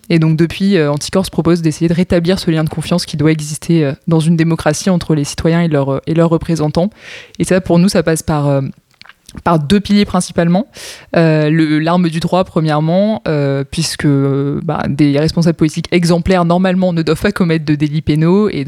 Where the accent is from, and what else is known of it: Provence-Alpes-Côte d'Azur, France; born or raised there; moved away